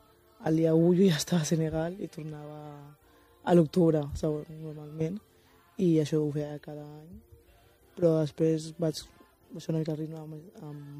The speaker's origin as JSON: {"language": "Catalan", "region": "Catalonia", "country": "Spain", "tie": "born or raised there", "said": "al final he crescut aquí des que soc petita"}